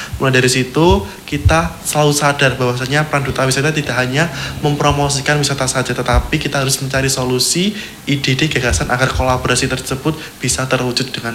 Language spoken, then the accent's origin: Indonesian; Tuban, East Java, Indonesia; saya dan teman-teman generasi muda yang ada di Kabupaten Tuban